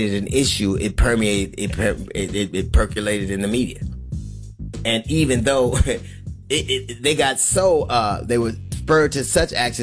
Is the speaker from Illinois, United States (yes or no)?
no; Los Angeles, California, United States; And even though I grew up in Los Angeles